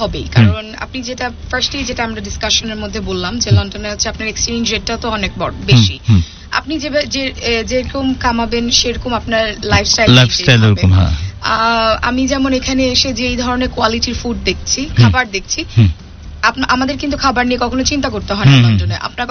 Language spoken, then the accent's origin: Bangla; Bangladesh; আমি বাংলাদেশের মেয়ে